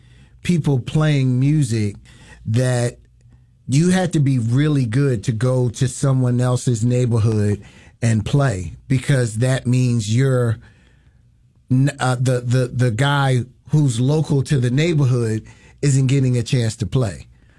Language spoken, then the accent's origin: English; Philadelphia, Pennsylvania, United States; born or raised there